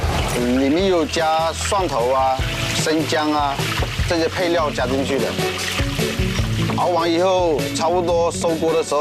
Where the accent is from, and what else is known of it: Fujian, China; now in Fuzhou, China